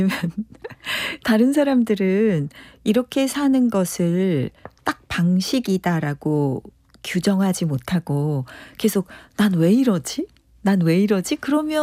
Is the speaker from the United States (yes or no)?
no; Seoul, South Korea; born there; 저도 서울에서 태어났는데 아직 대한민국에 못 가본 곳이 굉장히 많고